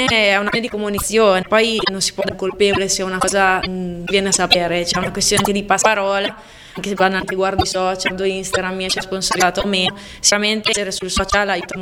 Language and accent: Italian; Lombardy, Italy; moved away as an adult; now in Cremona, Italy; io che vivo in città perché sono di campagna, cioè sono dal Morno, ma vivo a Cremona da 2 anni, da qui vivo proprio a città